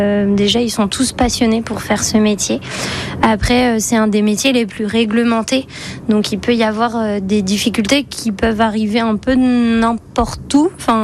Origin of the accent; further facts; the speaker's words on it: Saint-Gilles-Croix-de-Vie, Pays de la Loire, France; Oui, je suis de Saint-Gilles-Croix-de-Vie. Je suis vendéenne depuis plusieurs générations.